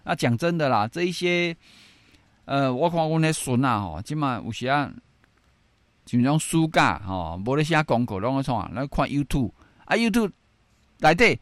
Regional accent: Taiwan; 我们台湾人

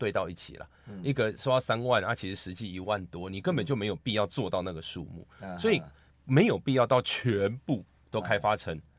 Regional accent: Taipei, Taiwan; 我们台北人

